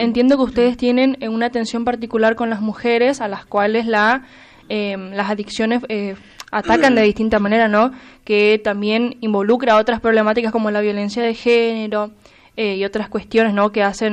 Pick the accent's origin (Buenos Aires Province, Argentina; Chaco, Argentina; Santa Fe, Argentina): Chaco, Argentina; Puerto Tirol; yo soy de Puerto Tirol